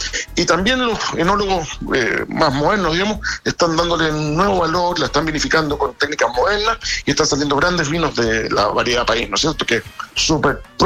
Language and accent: Spanish; Santiago, Santiago Metropolitan Region, Chile; Yo soy santiaguino y me encanta valorizar la importancia del Valle del Maipo, ¿no es cierto? Este río que cruza nuestra ciudad es un valle emblemático